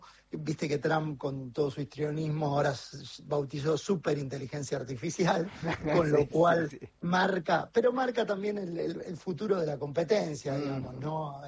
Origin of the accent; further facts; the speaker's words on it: Argentina; como lo digo como no solamente como analista, pero también como argentino